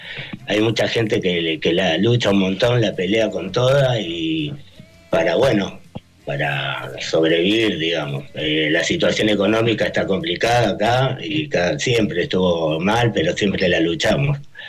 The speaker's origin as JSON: {"language": "Spanish", "country": "Argentina", "tie": "born there", "said": "nosotros nacimos en Argentina, mis viejos son inmigrantes, vinieron del Paraguay de muy jóvenes"}